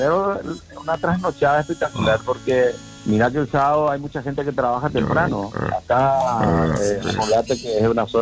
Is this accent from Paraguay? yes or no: yes; Paraguay